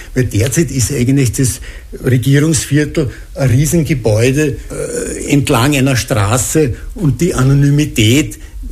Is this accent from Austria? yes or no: yes; Krems, Lower Austria, Austria; born there; moved away; Ich bin aber gebürtiger Kremser, und mein Herzblut liegt eher bei Krems wie St. Pölten